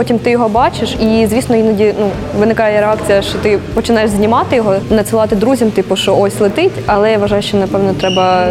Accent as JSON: {"language": "Ukrainian", "town": "Velykyi Burluk", "region": "Kharkiv Oblast", "country": "Ukraine", "tie": "born or raised there", "said": "Я з Великого Бурлука, це Куп'янський район."}